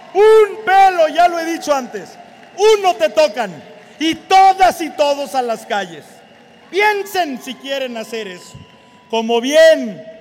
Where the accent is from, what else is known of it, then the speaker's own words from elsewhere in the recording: Mexico; cada uno de los que somos mexicanos libres